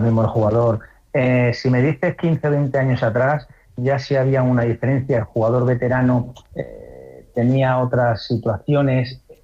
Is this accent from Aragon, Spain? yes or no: yes; Zaragoza, Aragon, Spain